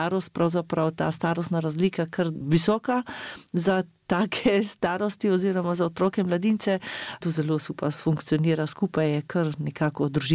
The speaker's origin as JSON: {"language": "Slovenian", "region": "Carinthia", "country": "Austria", "said": "tukaj pri nas v Avstriji na Koroškem"}